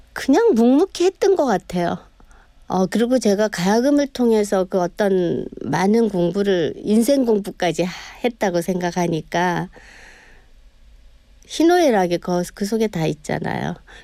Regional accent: South Korea; 제가 한국에서 왔다, 사우스 오브 코리아다

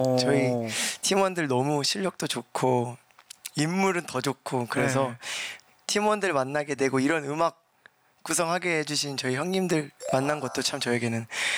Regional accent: Namwon, North Jeolla, South Korea; 전북 남원이 지금.

